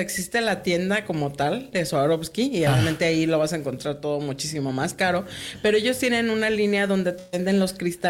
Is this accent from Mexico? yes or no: yes; Mexico; Quise traer este que es de México, de mi tierra.